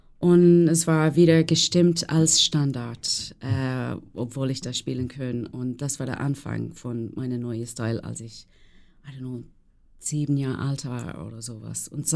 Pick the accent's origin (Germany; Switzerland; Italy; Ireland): Ireland; German is a second language; Und weil ich komme aus Irland, das Tradition von Rhythm-Gitarre ist ganz, like, sehr... ist sehr rhythmisch, weil wir hatten nicht so viele, you know, wir hatten nicht so viele Platz in Irland